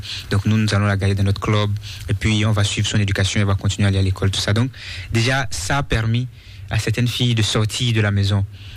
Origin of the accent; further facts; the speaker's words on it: Kandi, Alibori, Benin; moi, je viens d'une zone septentrionale très éloignée. Ouais. Je viens de Kandy. C'est vraiment loin.